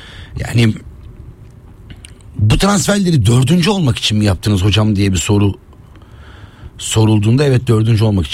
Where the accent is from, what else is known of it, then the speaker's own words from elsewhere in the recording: Kocaeli, Turkey; Orada yaşayan biri olarak. Doğmuş büyümüş biri olarak yani.